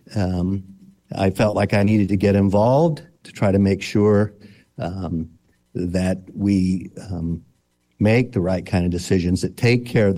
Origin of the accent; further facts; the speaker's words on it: Stark County, Ohio, United States; I was born and raised in Stark County. My parents were raised and born in Stark County. My grandparents were born and raised in Stark County. So I have a lot of lineage here